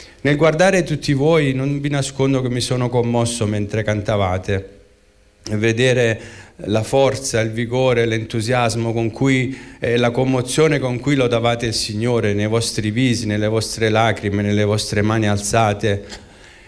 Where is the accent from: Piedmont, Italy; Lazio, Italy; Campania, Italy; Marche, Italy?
Campania, Italy; Naples; now in Reggio Emilia, Italy; Io non sono di Monte San Giacomo, sono napoletano, anche se vivo a Reggio Emilia.